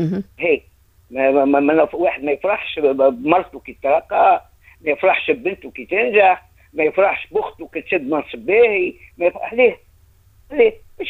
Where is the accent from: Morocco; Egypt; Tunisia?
Tunisia; نحن عايشين بك الأنابيب اللي تتعدى على تونس